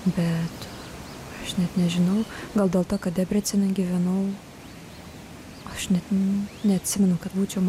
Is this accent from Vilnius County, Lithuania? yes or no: no; Klaipėda, Klaipėda County, Lithuania; kaip klaipėdietė